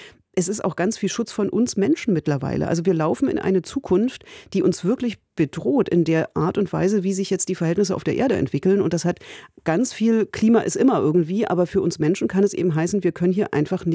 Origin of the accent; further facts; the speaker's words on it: Berlin, Germany; Ich komme ursprünglich aus Berlin.